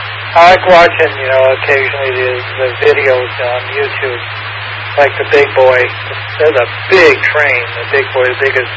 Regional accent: Renton, Washington, United States; You know, I grew up in Renton, we were back in the hills above Renton there up in the...

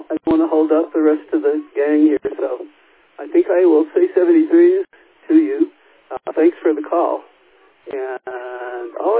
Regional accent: California, United States; also born or lived in Bay Area; But I think moving to the Bay Area probably was the best decision I ever made. And we came from Southern California, and I really liked living in the Bay Area.

